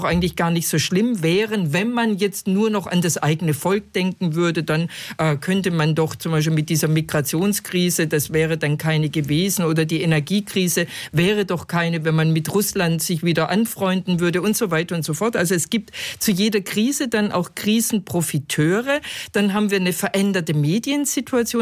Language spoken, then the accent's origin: German; Germany; als Deutsche